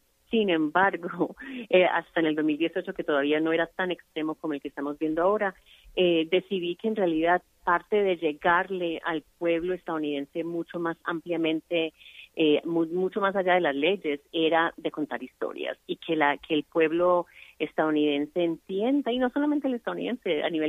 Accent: Colombia; moved away; inmigrante. Entonces, mi meta era contar la historia de la inmigración de mi familia, de cuando llegamos de Colombia.

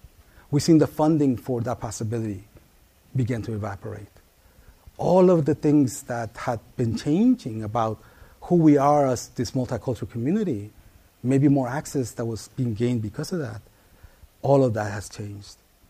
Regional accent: Oakland, California, United States; I grew up in East Oakland, 82nd Avenue, which is located right in the heart of East Oakland, Chernobyl, right there, right?

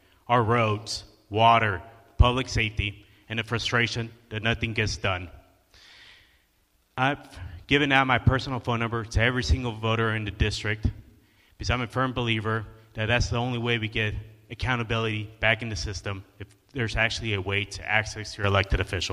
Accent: Stratford, United States; It's good to be back here in Stratford. This is my hometown. In 2008, I graduated from here, so this is special for me.

